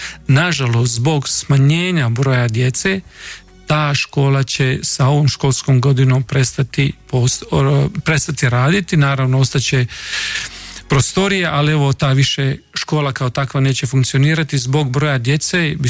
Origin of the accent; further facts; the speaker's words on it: Croatia; moved away; mi smo Hrvati katolici.